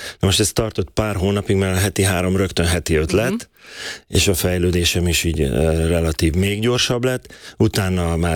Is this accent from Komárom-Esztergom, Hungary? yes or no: no; Szeged, Csongrád-Csanád, Hungary; Igen, én törzsgyökeres szegedi vagyok, én mindig is Szegedinek fogom magam vallani. Ott van az alma máterem, ott jártam ki az iskoláimat, gimnáziumig.